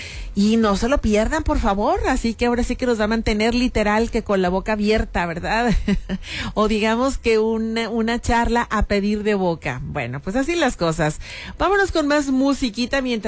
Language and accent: Spanish; Colima, Mexico; bueno, de allá de donde yo soy, por aquellos rumbos, sobre todo lo que es el occidente, Guadalajara, el Bajío, Colima, bueno, mi Colima del corazón.